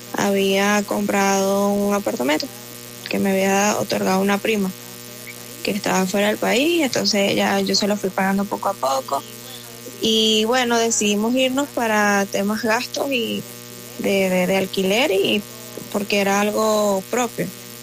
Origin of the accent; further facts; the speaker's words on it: Caracas, Capital District, Venezuela; Yo soy de Caracas, nací en la clínica Loira.